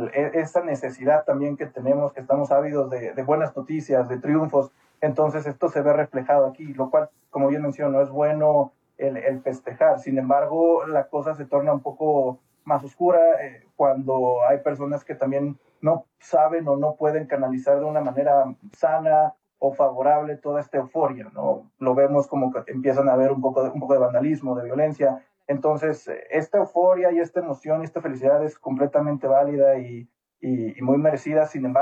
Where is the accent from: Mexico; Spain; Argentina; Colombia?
Mexico; creo que como mexicanos nos caracterizamos por expresar estas emoc